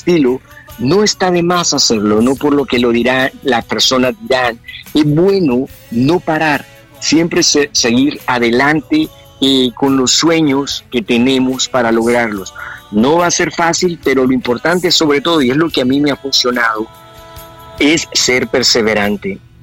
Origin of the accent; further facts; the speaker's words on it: El Salvador; moved away; por sentirme orgulloso de ser salvadoreño y estar representando a El Salvador fuera de las fronteras de El Salvador